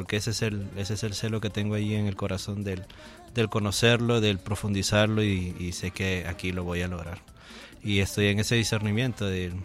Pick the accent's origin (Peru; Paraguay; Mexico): Peru; Arequipa; Específicamente de la ciudad de Arequipa.